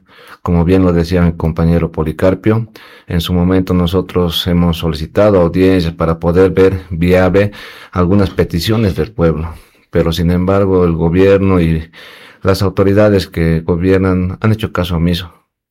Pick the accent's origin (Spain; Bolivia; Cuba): Bolivia; nosotros como bolivianos